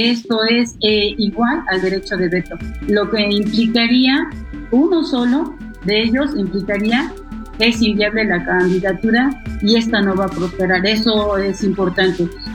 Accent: Mexico

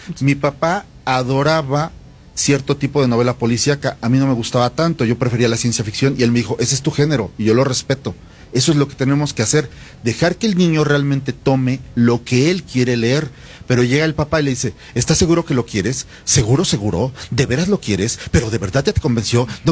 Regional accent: Mexico; Y somos los únicos mexicanos que han sido invitados a ese festival por un proyecto independiente, porque les encantó cómo hacemos cosas con cultura mexicana.

